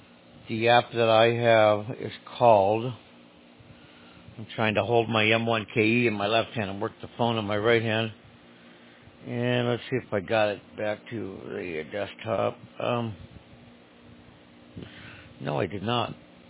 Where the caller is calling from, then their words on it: Maryland, United States; I'm here in the state of Maryland. I'm just north of Washington, D.C., and then south of the city of Baltimore.